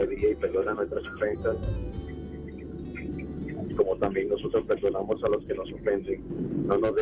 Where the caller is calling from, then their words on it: Utah, United States; Me encuentro ahorita rumbo a mi trabajo. Voy manejando. Voy llegando a mi trabajo en el estado de Utah.